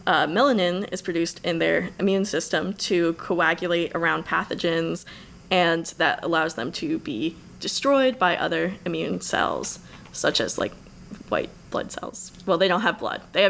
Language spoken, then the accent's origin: English; Pennsylvania, United States; moved away as an adult; now in Oberlin, United States; my hometown is a little bit north of Philadelphia.